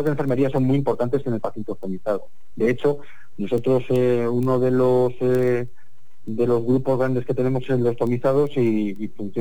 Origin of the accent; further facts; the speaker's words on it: Spain; como buenos españoles que somos